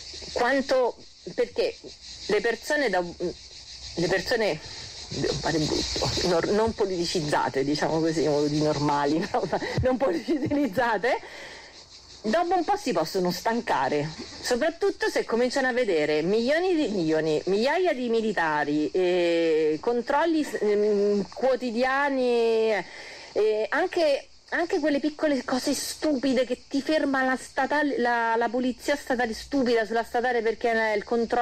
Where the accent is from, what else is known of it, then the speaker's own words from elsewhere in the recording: Rome, Lazio, Italy; moved away as an adult; now in Val di Susa, Italy; Io in valle vivo da 10 anni, vengo da Roma, forse come un pochino si sente